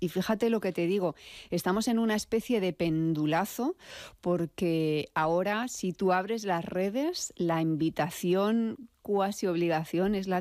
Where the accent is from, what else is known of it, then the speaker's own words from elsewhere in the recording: Fuente Álamo, Castilla-La Mancha, Spain; Mis padres tenían la carnicería en Fuente Álamo, que es un pueblo de Albacete, que es mi pueblo, es donde yo nací, de donde yo vengo.